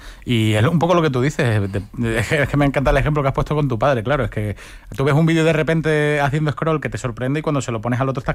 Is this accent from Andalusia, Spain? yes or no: yes; Seville, Andalusia, Spain; yo también lo soy, yo soy de Sevilla